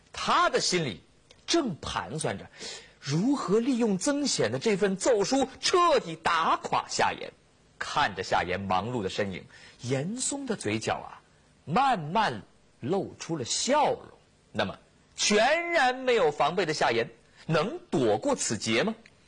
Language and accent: Chinese; Inner Mongolia, China; born there; 因为巧了，我呢正好是出生在河套这个地方啊，这个地方现在呢，也是咱们中国的小麦主产区啊。那土地非常的肥沃，三面临河